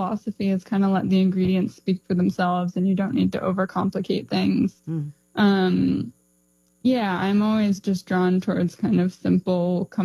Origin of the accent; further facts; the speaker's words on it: Hartland, Vermont, United States; Yeah, so we were raised in Vermont in a little town called Heartland.